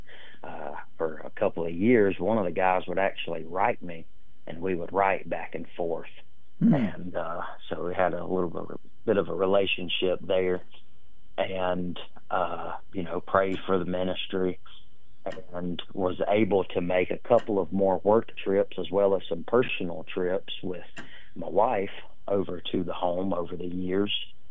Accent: Americus, Georgia, United States; I grew up in Americus, Georgia, but I currently live in Ellaville, just 20 minutes from Americus. Go to church in Plains.

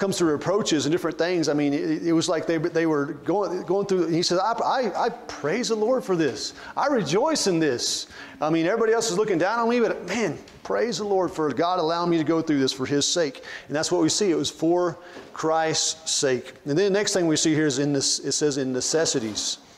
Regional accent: Dermott, Arkansas, United States; Growing up in Dermot, Arkansas

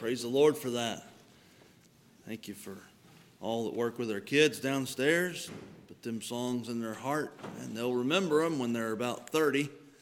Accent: United States; I'm glad I'm an American.

